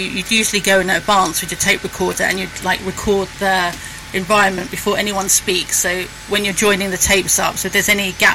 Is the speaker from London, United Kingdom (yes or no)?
yes; London, United Kingdom; also born or lived in Cambridge / Coventry; Well, as I said earlier, I grew up in Upper Norwood, so not far from here.